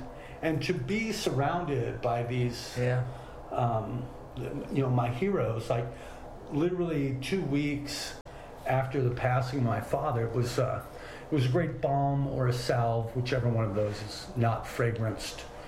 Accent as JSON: {"language": "English", "town": "San Francisco", "region": "California", "country": "United States", "tie": "born or raised there", "said": "as someone growing up in San Francisco"}